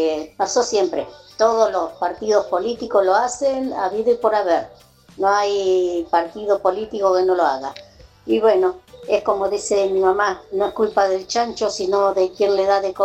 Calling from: La Plata, Buenos Aires Province, Argentina; de La Plata.

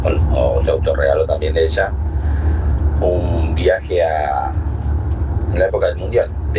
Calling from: Ituzaingó, Buenos Aires Province, Argentina; Hola, Radio Latina … soy de Ituzaingó, zona oeste.

